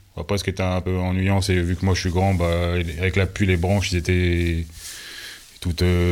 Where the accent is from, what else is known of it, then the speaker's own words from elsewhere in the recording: Boissy-Fresnoy, Hauts-de-France, France; Boissy-Fresneaux.